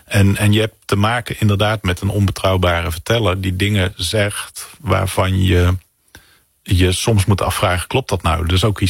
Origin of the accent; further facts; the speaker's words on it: North Brabant, Netherlands; Ik kom ook uit Brabant